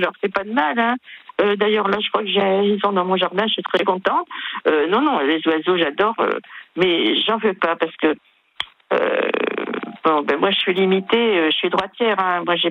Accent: Brittany, France; born or raised there

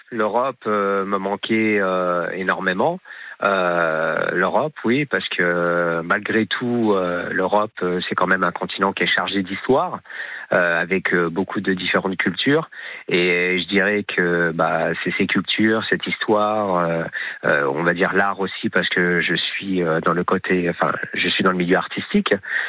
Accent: France; born there; moved away as an adult; also born or lived in Canada; en tant que Français né en France et qui est parti au Canada quand il était quand même assez jeune et qui vient de revenir en France il y a un mois et demi.

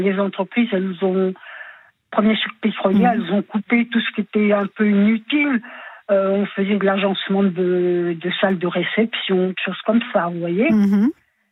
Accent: Switzerland; accent: Swiss; si je prends un dé de vin ou n'importe quoi, je parle avec l'accent suisse.

